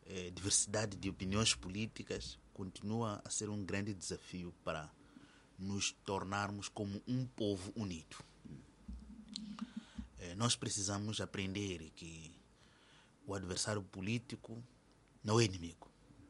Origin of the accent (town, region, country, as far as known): Mozambique